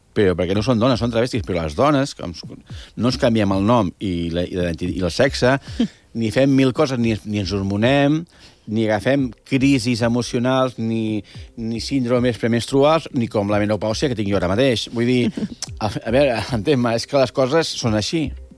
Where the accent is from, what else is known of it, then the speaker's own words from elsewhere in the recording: Catalonia, Spain; I jo, perfecte, m'he dit, igual, jo soc catalana.